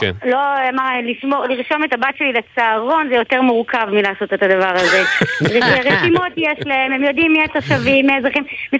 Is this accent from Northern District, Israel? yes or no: yes; Northern District, Israel; כשאני הייתי ילדה במלחמת המפרץ, גדלתי בצפון